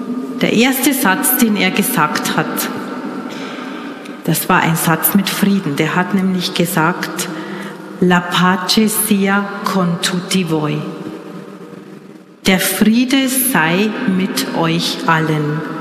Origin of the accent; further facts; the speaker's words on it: Bavaria, Germany; für mich als Deutsche, als Bayerin